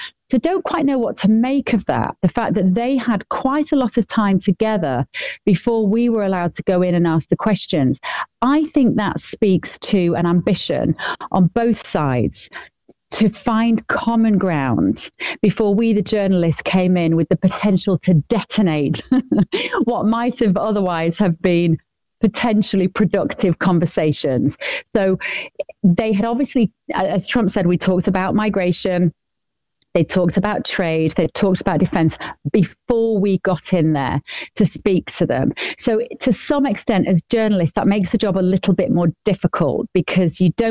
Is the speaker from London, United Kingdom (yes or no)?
no; Manchester, North West England, United Kingdom; I didn't know whether Andy Burnham would remember that I'm from Manchester, to be honest.